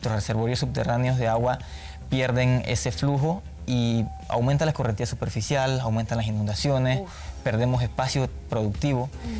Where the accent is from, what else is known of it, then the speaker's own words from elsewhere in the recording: Panama; como ciudadanía, como pueblo panameño